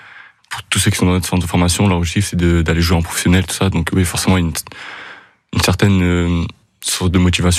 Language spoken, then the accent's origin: French; Limoges, Nouvelle-Aquitaine, France; Oui, je suis né à Limoges